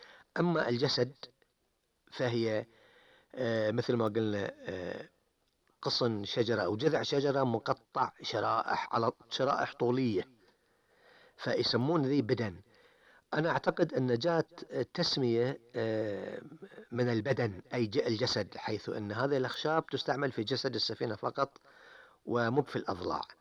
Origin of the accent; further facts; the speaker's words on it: Bahrain; آداب المخاطبة عندنا في البحرين